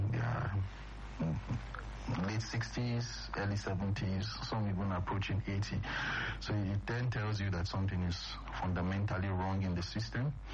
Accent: Benue, Nigeria; in my state, I come from Benue State

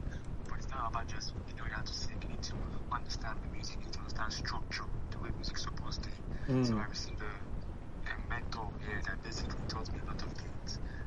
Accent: Nigeria; now in Boston, United States; remember me as a Nigerian

